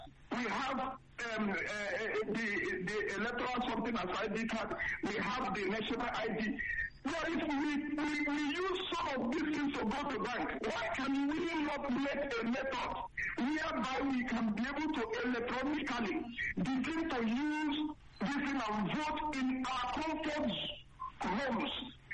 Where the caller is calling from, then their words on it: Plateau, Nigeria; from Great Plateau State.